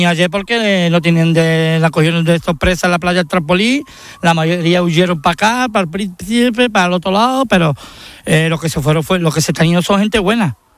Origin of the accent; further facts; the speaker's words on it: Spain; Yo soy muy español y daría mi vida por España. Pero sí, es verdad que soy de religión musulmana, no tiene nada que ver. Pero yo soy español de pura cepa